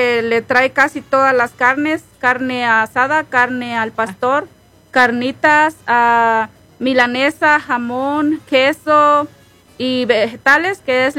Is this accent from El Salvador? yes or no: yes; El Salvador; moved away as an adult; now in Denver, United States; Yo soy salvadoreña, pero el mexicano es mi esposo. Yo empiezo a trabajar a los 15 años, empiezo a trabajar en El Salvador